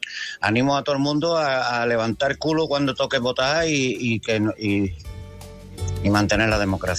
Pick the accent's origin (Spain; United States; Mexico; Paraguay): Spain; Andalusia; de la Sierra Cádiz.